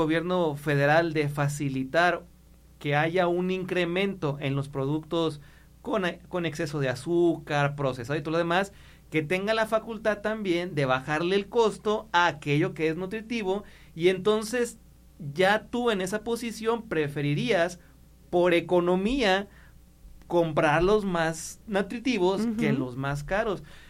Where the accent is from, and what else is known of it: Mexico